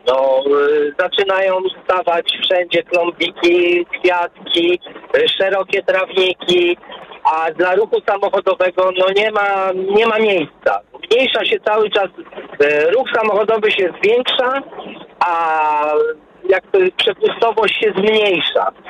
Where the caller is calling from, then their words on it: Pruszków, Masovian Voivodeship, Poland; ja jestem spod Warszawy, ale pracuję w Warszawie